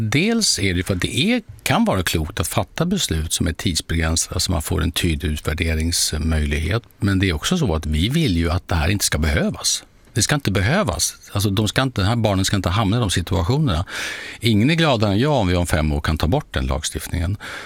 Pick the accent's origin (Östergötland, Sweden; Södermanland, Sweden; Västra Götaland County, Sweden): Södermanland, Sweden; Eskilstuna; moved away; Jag var i min gamla hemstad Eskilstuna här om veckan.